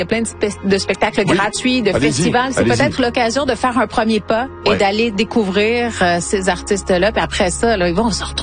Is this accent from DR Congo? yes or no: no; Quebec, Canada; ma région natale, le Saguenay-Lac-Saint-Jean.